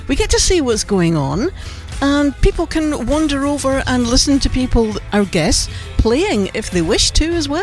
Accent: Scotland, United Kingdom; we're both Scottish.

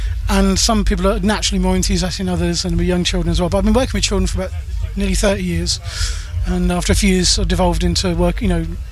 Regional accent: Haverhill, East of England, United Kingdom; Haverhill, my hometown

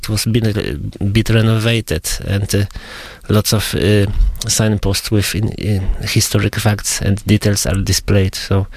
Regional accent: Rumia, Pomeranian Voivodeship, Poland; English is a second language; now in Cambridge, United Kingdom; my hometown, Lumia

